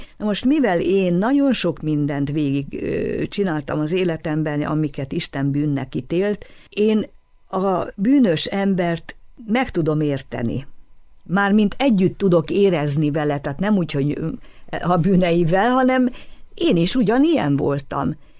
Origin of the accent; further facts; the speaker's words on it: Hungary; Tehát az, hogy én magyar vagyok, az az ő akarata. Az, hogy én abba a családba születtem, az is az ő akarata.